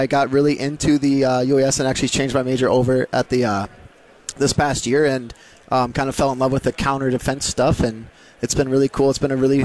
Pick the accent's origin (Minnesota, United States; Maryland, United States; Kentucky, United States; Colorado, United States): Minnesota, United States; Lakeville; I am originally from Lakeville, Minnesota.